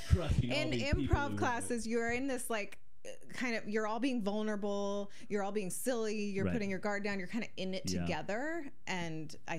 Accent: Mendocino, California, United States; I grew up in Mendocino, California.

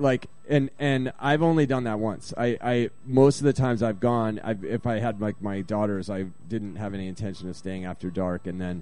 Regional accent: East Coast, United States; moved away as an adult; now in Portland, United States; I was from the East Coast, and we were spending the summer out in the Pacific Northwest

